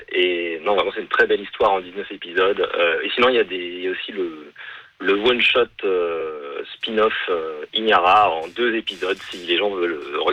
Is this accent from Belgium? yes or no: no; France; now in Paris, France; je suis français.